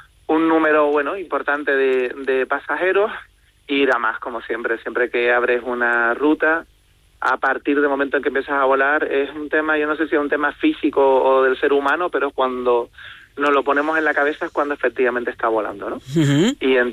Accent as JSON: {"language": "Spanish", "region": "Canary Islands", "country": "Spain", "said": "La gran mayoría de trabajadores de Vinter somos canarios y sabemos lo importante que es la conectividad para nosotros"}